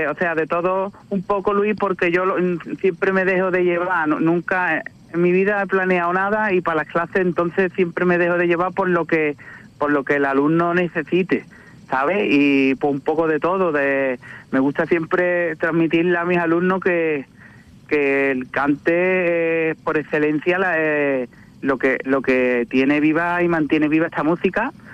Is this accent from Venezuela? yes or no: no; Jerez de la Frontera, Andalusia, Spain; me siento muy querido en mi tierra